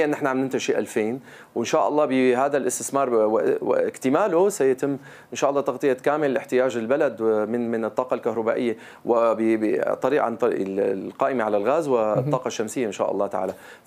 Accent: Syria; عن بلدنا سوريا

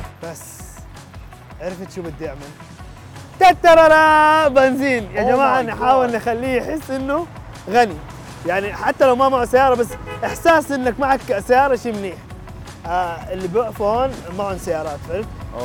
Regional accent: Sudan; أول شيء استوعب إن إحنا في سوريا وأنا من السودان.

